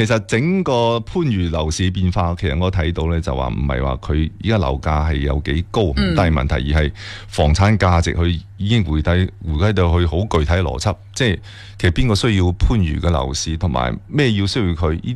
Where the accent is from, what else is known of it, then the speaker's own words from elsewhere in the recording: Foshan, Guangdong, China; 我系禅城嘅，或者系我系佛山人咧